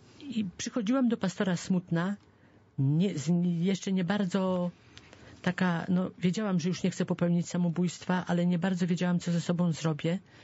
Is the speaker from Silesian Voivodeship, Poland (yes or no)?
no; Laski, Masovian Voivodeship, Poland; wychowywałam się w Laskach